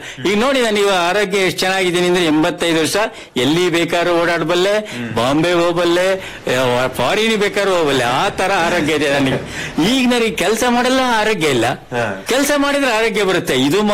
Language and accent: Kannada; Shankaraghatta, Karnataka, India; also born or lived in Maharashtra; ನಾನು ಶಂಕರಗಡದವರು. ಇಲ್ಲಿ ನನಗೆ ಇವಾಗ 85 ವರ್ಷ ಮುಗಿತಾ ಇದೆ.